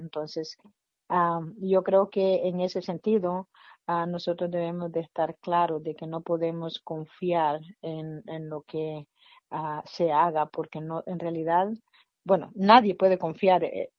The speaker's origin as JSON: {"language": "Spanish", "country": "El Salvador", "said": "si la situación fuera a mejorar para nosotros como salvadoreños"}